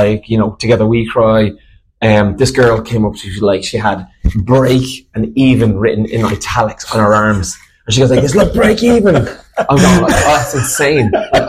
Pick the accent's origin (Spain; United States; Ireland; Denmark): Ireland; we're Irish